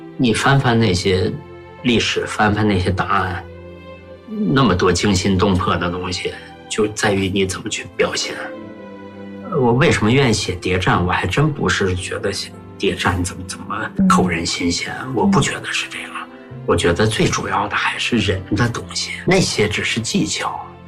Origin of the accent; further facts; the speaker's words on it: Heilongjiang, China; 因为我本身是黑龙江人嘛，小说文目读，我对那块土地特别熟悉嘛。